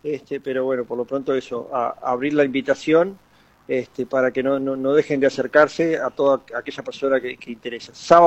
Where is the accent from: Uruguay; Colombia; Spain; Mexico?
Uruguay; Montevideo; yo soy de Montevideo